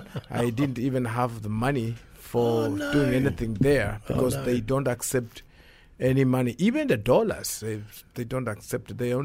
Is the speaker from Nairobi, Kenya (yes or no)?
yes; Nairobi, Kenya; I came here from Nairobi, Kenya.